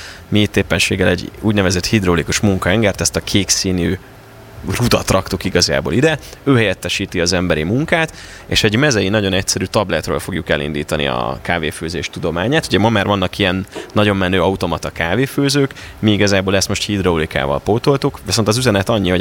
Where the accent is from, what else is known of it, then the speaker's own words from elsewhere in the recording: Ajka, Veszprém County, Hungary; Én például Ajkáról származom, ez egy bányászváros.